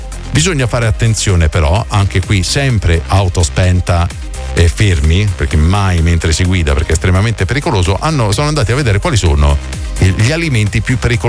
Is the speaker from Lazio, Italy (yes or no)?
yes; Rome, Lazio, Italy; dalle mie parti si dice il cornetto, no? La zona di Roma